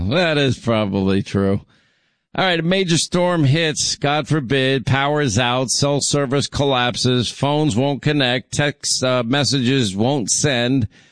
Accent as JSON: {"language": "English", "region": "New York", "country": "United States", "accent": "New York", "said": "I didn't realize how thick my New York accent was until I was in Huntsville, Alabama."}